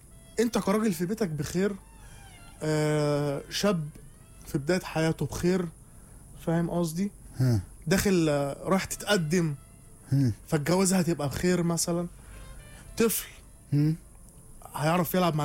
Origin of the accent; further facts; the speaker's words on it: Egypt; انا راجل مصري